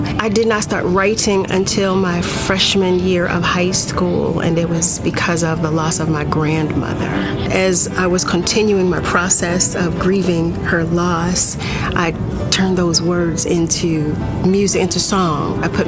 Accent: Philadelphia, Pennsylvania, United States; I am born and bred in Philadelphia.

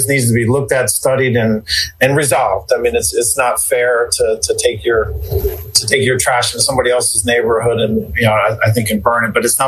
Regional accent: Chester, Pennsylvania, United States; born there; I was born in Chester. That's where my family's from.

